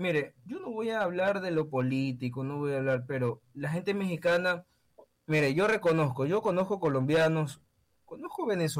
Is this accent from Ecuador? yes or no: yes; Ecuador